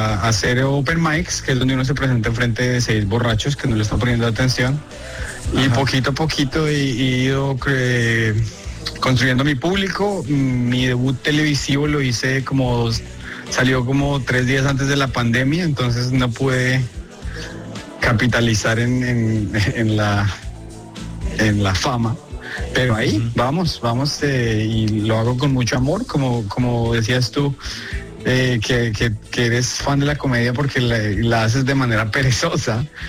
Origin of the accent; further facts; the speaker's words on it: Colombia; moved away as an adult; now in United States; aunque me fui hace mucho tiempo, todavía sé comunicarme como un colombiano